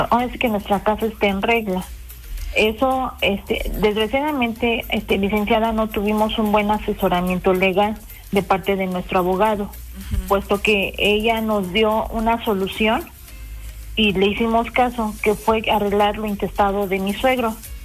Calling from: Puebla, Mexico; hablo de Puebla, de la colonia Balcones del Sur.

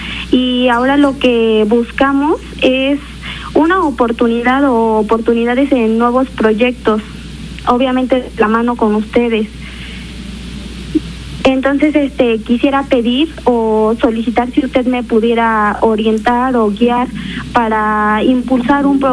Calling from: San Juan Xiutetelco, Puebla, Mexico; Somos aquí de San Juan, Xutetelco.

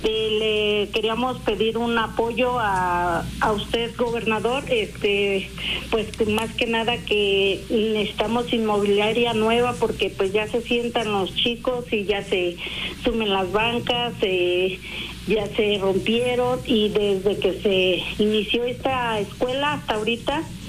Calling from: Chignahuapan, Puebla, Mexico; le llamo de aquí de Chignahuapan, Puebla.

